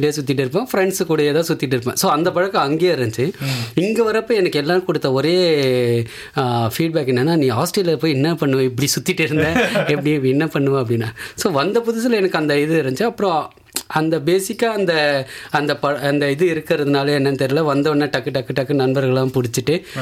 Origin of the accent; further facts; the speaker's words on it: Chennai, Tamil Nadu, India; moved away as an adult; now in Australia; எனக்கு வீட்லேயும் வந்து சென்னையில் இருக்க, நான் சென்னையில் பிறந்து வளர்ந்தேன்.